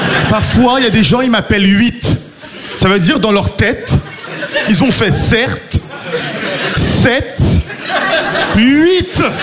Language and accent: French; Île-de-France, France; born or raised there